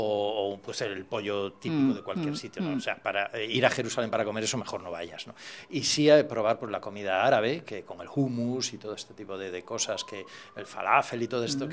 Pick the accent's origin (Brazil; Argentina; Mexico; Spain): Spain; Galicia; Porque yo creo que en el fondo me recordaba mi tierra, Galicia, ¿no?